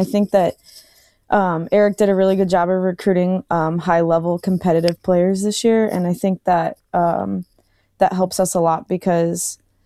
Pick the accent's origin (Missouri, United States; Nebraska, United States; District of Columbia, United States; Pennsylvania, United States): Missouri, United States; St. Louis; now in Minnesota, United States; I'm from St. Louis and people from St. Louis consider it a soccer city.